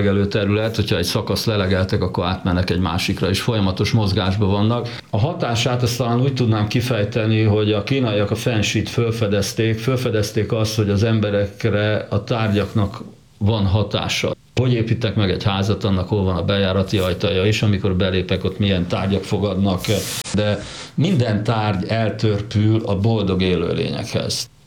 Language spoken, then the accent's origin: Hungarian; Hungary; born there; én ide születtem Magyarországra